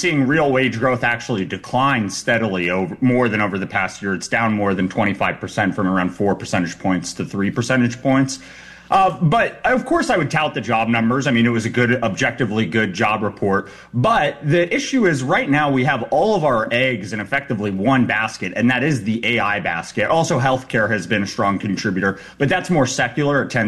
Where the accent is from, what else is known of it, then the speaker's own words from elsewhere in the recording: New Mexico, United States; my home state of New Mexico